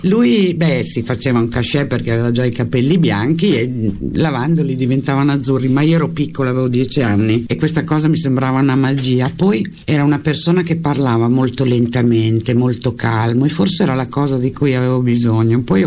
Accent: Bologna, Emilia-Romagna, Italy; sono Emiliana, vengo da Bologna e lì ho studiato.

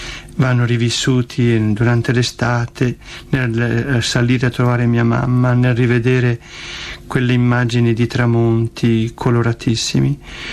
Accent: Verona, Veneto, Italy; moved away as an adult; also born or lived in Val di Non, Trentino / Calabria / Bari; io, nato in Trentino, sono cresciuto a Verona.

